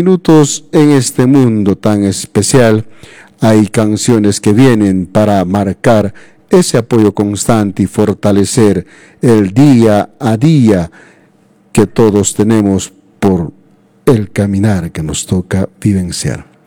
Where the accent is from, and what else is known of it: Peru